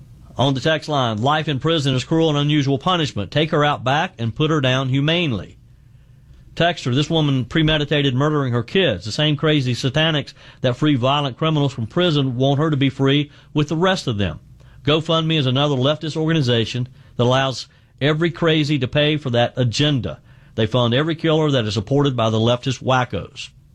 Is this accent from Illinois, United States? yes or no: no; South Carolina, United States; Ed is in my home state of South Carolina.